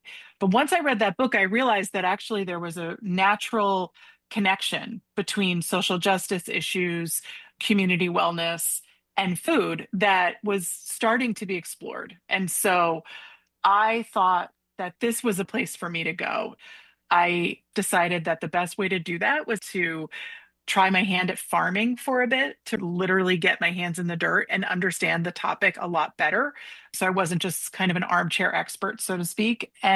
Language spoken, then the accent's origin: English; New York, United States; I'm originally from the New York metro area